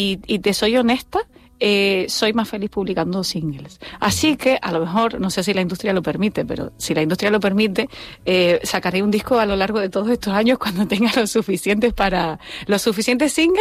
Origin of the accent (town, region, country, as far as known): Canary Islands, Spain